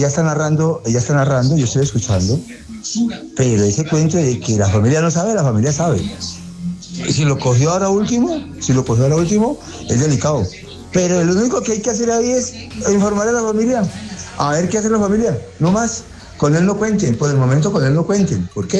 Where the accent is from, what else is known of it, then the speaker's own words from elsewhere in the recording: Cali, Valle del Cauca, Colombia; de Cali para el Mundo